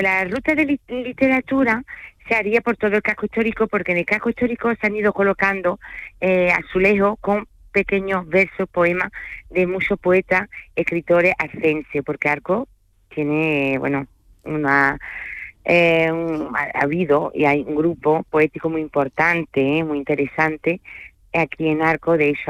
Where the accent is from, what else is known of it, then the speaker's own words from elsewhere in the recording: France; Spanish is a second language; Porque soy francesa, aunque no se me note, todo el mundo me lo dice.